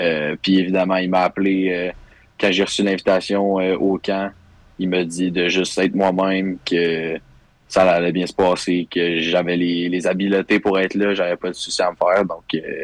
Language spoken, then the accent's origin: French; Deux-Montagnes, Quebec, Canada; born there; also born or lived in Ontario; je suis né à Deux-Montagnes. En fait, j'ai dû aller jouer en Ontario pour pas aller jouer dans le junior majeur lorsque j'avais 17 ans.